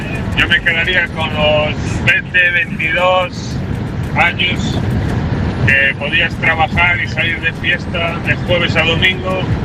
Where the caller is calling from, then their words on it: El Bierzo, Castile and León, Spain; de Valle de Pinoyedo.